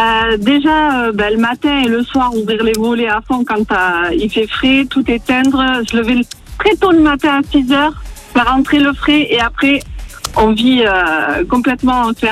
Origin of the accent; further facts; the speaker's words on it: Morières-lès-Avignon, Provence-Alpes-Côte d'Azur, France; Je suis de Morières-les-Avignons, à côté d'Avignon, un petit village.